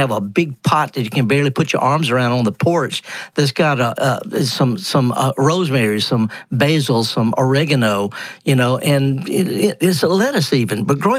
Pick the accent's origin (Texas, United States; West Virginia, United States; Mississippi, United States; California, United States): Mississippi, United States; Well, it could be, you know, whether you're from Michigan, I'm from Mississippi. I garden half the year in England